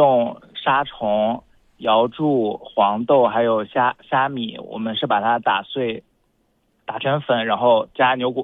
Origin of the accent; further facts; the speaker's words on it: Zhejiang, China; 我是浙江人